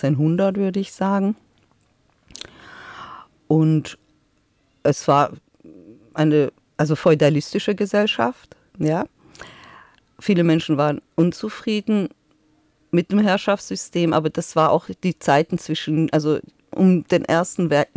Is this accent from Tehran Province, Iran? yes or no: yes; Tehran, Tehran Province, Iran; German is a second language; now in Germany; Ich bin als Kind aufgewachsen im Iran. Meine Kindheit war eigentlich eine sehr schöne Kindheit. Also ich bin in der Hauptstadt geboren.